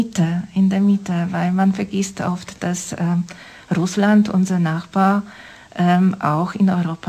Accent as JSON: {"language": "German", "country": "Poland", "second_language": "German", "moved": "yes", "said": "weil ich aus Polen komme, wir haben oft darüber geredet, dass man sehr, sehr oft die Länder bezeichnet als Osteuropa, aber eigentlich sind wir in der Mitte"}